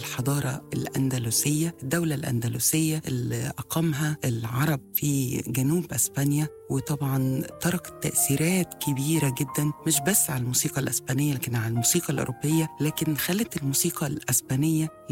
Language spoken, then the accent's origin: Arabic; Egypt; قريبة لذوقنا كمصريين